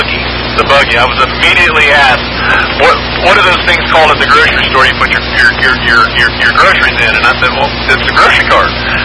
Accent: the South, United States; moved away; Yeah, I'm born and raised in the South, but when I moved here

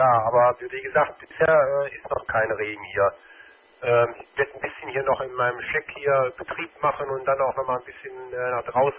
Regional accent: Meerbusch, North Rhine-Westphalia, Germany; ich komme ja gebürtig aus Meerbusch, ne, habe ich glaube ich schon mal erzählt, ne, ja, aus Meerbusch Lang, aus dem Ortsteil Lang.

